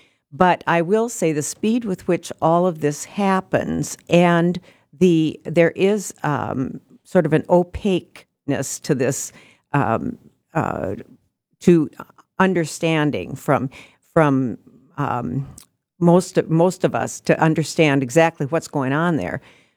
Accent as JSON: {"language": "English", "town": "Ellendale", "region": "North Dakota", "country": "United States", "tie": "born or raised there", "said": "My hometown is Ellendale."}